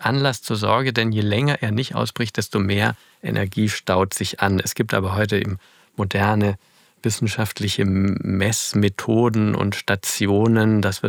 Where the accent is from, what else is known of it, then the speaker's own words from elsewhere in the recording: Baden-Württemberg, Germany; Die oberschwäbische, oh Gott, da weiß ich gar nicht mehr, ob ich da noch die Verbindung habe mit meiner alten Heimat, um das zu sagen.